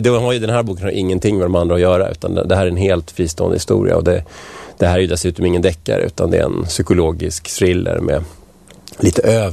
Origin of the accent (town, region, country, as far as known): Vällingby, Stockholm County, Sweden; also born or lived in Strängnäs; now in Nacka, Sweden